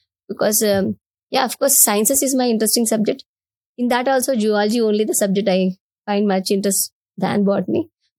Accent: Anantapur, Andhra Pradesh, India; we are from Rayalaseema area, because mine is native Anantapur.

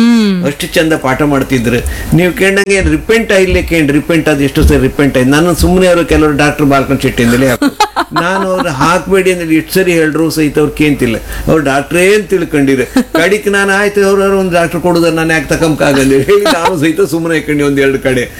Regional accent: Mallolli, Karnataka, India; ನಾನು ಹುಟ್ಟಿದ್ದು ಮಳ್ಳೊಳ್ಳಿಗೆ, ನಾವು ಬೆಳೆದು ಮಳ್ಳೊಳ್ಳಿಗೆ.

